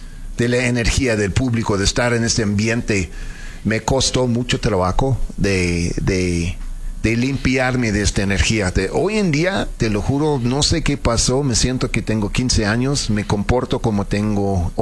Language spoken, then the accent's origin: Spanish; Mexico City, Mexico; accent: foreign-sounding; Soy chilango con acento, pues yo qué hago, ¿no?